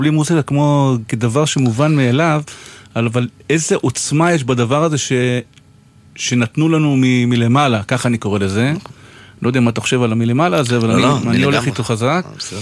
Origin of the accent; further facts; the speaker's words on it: Acre, Northern District, Israel; אתה יודע, בילדותי באקו